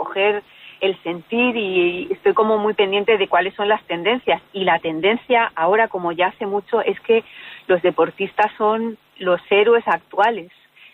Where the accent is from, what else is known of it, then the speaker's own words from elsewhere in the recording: Fuente-Álamo, Castilla-La Mancha, Spain; now in Madrid, Spain; Además, soy de Albacete, pero es que además yo vivo al lado del Santiago Bernabéu